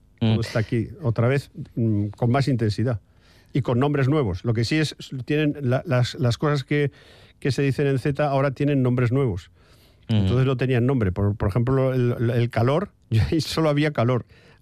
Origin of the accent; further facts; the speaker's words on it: Spain; En la España de finales de los 70, en la España que yo fui crío, o sea, joven, yo tenía 17 años, en el 79